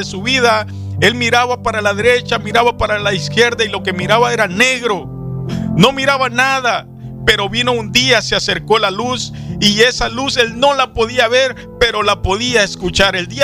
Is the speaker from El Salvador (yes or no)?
yes; El Salvador; now in United States; Yo soy de la nacionalidad salvadoreño